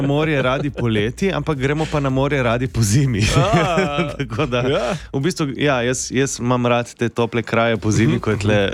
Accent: Slovenian Littoral, Slovenia; Tako da smo Primorci potem znani, ja, da se ne kopamo več toliko poleti.

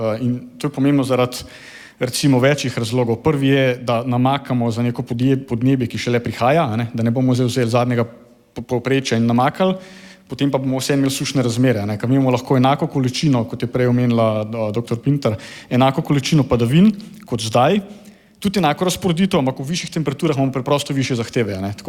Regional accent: Kranjska Gora, Upper Carniola, Slovenia; Jaz recimo prihajam z Kranjske Gore

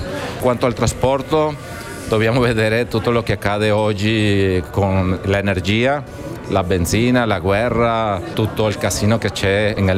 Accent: Venezuela; Italian is a second language; moved away as an adult; also born or lived in Milan; now in Trieste, Italy; vengo dal Venezuela, sono arrivato nel 2017 per motivi di salute della mia madre a Milano, all'ospedale San Raffaello di Milano, e dopo ci siamo trasferiti a Trieste perché è una città più pacifica, più bella, luminosa

